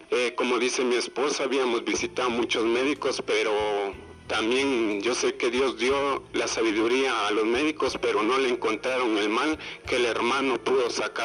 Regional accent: San José Pinula, Guatemala Department, Guatemala; también vengo de una aldea de San José Pinula

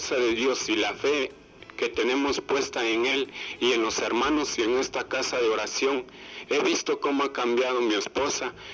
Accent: San José Pinula, Guatemala Department, Guatemala; también vengo de una aldea de San José Pinula

